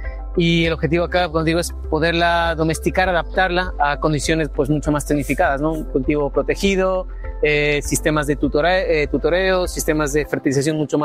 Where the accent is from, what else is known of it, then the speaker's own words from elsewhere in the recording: Ecuador; now in Spain; Yo soy ecuatoriano.